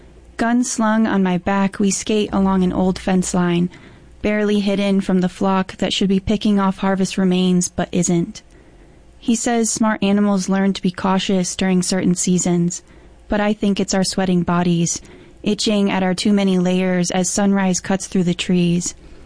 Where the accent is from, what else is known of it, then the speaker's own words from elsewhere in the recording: Michigan, United States; moved away as an adult; also born or lived in Carbondale, Illinois / Hattiesburg, Mississippi; now in Amarillo, United States; But I'm originally from Michigan, so way up north. It's a little bit colder there.